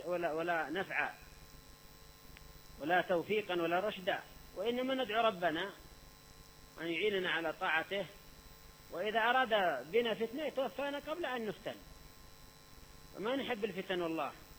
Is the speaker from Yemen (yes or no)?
yes; Yemen